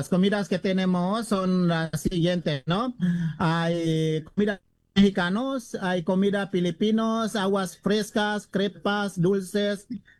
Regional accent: Indonesia; now in Riverside, United States; Originalmente soy de Indonesia. Ya muchos años. Pues me vine aquí en Estados Unidos.

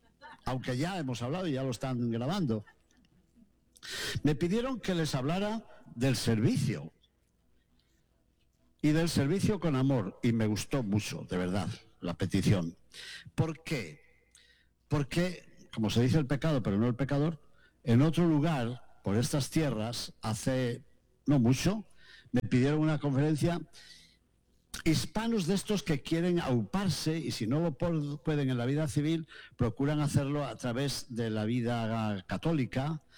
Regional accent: Spain; now in Mexico; yo soy español y colaboro con esta estación desde hace 4 años

